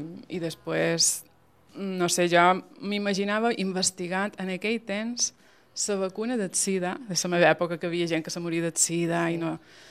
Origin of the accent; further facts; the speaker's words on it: Fornalutx, Balearic Islands, Spain; born there; Jo he nascut a Fornalutx, Sóller, una cama a cada banda.